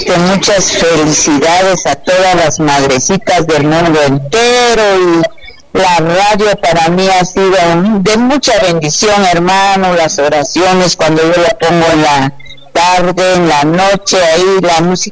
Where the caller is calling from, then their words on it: Tajumulco, San Marcos, Guatemala; Te llamo de Caserío San Francisco, Tajumulco.